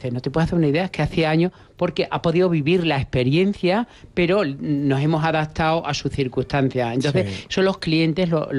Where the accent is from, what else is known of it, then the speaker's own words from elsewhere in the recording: Extremadura, Spain; cómo somos los extremeños, cómo comemos, cómo vivimos.